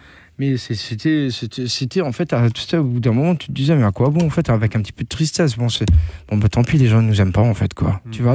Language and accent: French; Grand Est, France; J'ose même pas sortir dans la rue parce que tu sais, moi je suis d'Alsace et puis ça me fait bizarre de voir autant de gens dans la rue.